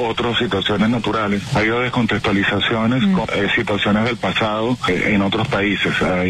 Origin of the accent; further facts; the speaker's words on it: Venezuela; los venezolanos hemos tenido